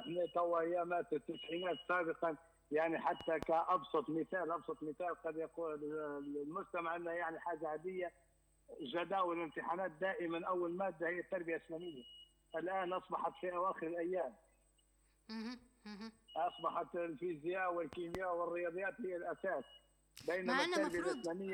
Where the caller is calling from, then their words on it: Libya; بلادنا ليبيا الحبيبة